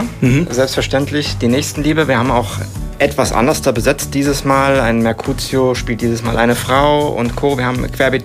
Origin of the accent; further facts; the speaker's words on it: Aschaffenburg, Bavaria, Germany; weil wir kommen ja aus Aschaffenburg und jeden Tag drei Wochen am Stück runterfahren, da bist du pleite bei den aktuellen Spritpreisen.